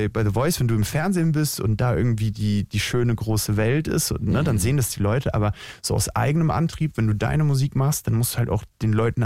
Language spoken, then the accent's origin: German; Bavaria, Germany; ich komme aus der Nähe von Nürnberg.